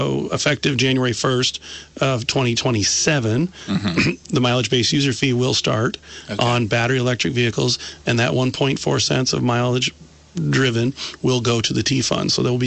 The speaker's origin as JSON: {"language": "English", "town": "Brandon", "region": "Vermont", "country": "United States", "tie": "born or raised there", "also_born_or_lived": "Rutland", "said": "raised in Brandon"}